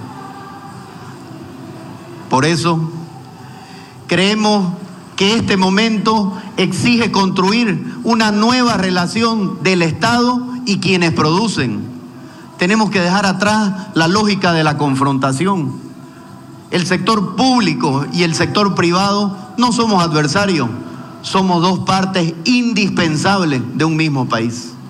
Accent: Bolivia; tenemos que ser conscientes que tenemos enormes oportunidades como bolivianos.

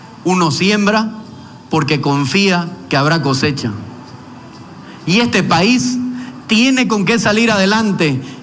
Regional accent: Bolivia; tenemos que ser conscientes que tenemos enormes oportunidades como bolivianos.

